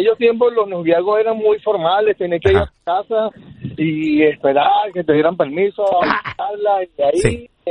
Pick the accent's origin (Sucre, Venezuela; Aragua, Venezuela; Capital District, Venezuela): Aragua, Venezuela; Maracay; Sí, en Maracay, claro, sí. Yo soy venezolano.